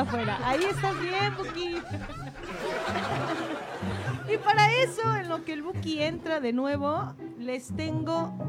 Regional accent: Mexico

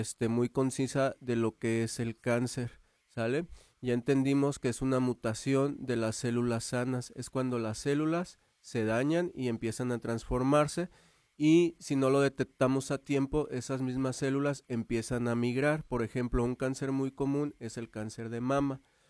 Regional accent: Peribán, Michoacán, Mexico; soy originario de Peribán

